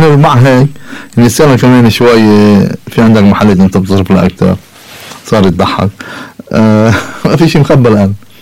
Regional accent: Akkar, Lebanon; نحن مثلا عنا هلا بمنطقتنا نحن فوق بجرد في منطقه خلاف عكاري

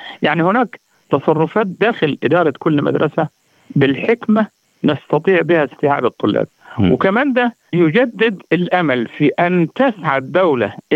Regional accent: Shatura, Sohag Governorate, Egypt; أنا من قرية شطورة في محافظة سوهاج، من قريتي أكثر من 250 واحد واخدين دكتوراهات، وهي قرية بسيطة

